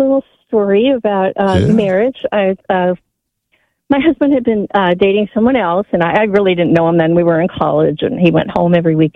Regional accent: Illinois, United States; he's from outstate Missouri, so he's a Cardinals fan, and I'm from Northern Illinois.

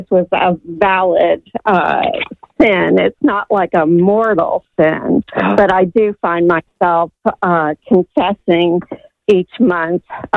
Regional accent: Colorado, United States; moved away as an adult; So I came from Colorado and I ended up needing to sell my condo and I've just been here. I don't consider myself a Massachusetts person

